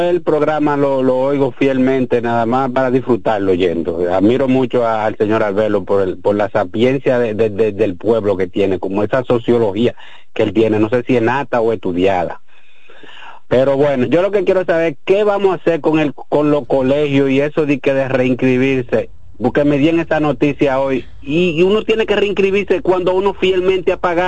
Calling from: Santo Domingo Este, Santo Domingo, Dominican Republic; De Santo Domingo Este

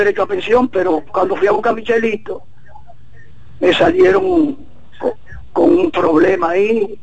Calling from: La Victoria, Santo Domingo, Dominican Republic; Desde aquí, de La Victoria.

